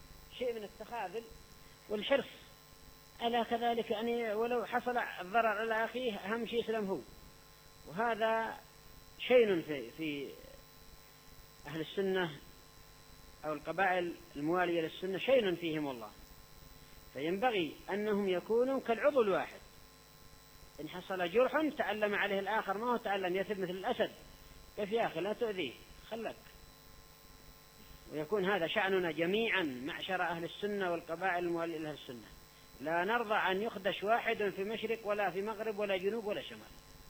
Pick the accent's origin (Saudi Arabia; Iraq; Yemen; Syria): Yemen